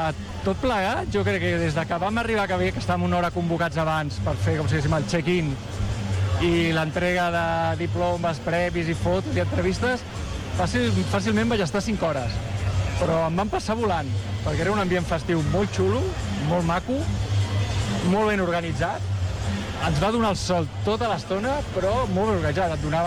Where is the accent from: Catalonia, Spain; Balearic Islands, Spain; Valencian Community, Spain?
Catalonia, Spain; Barcelona; now in Badalona area, Spain; jo vaig néixer, em vaig criar a Barcelona